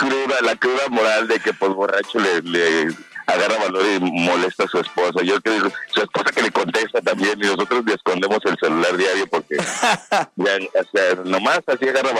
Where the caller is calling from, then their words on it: Guadalajara, Jalisco, Mexico; de Guadalajara.